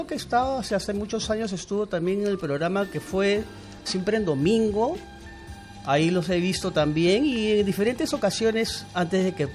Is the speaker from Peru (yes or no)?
yes; Peru; also born or lived in Los Angeles